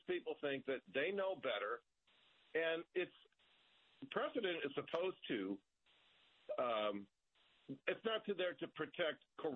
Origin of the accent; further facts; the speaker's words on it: Michigan, United States; I'm formerly from Michigan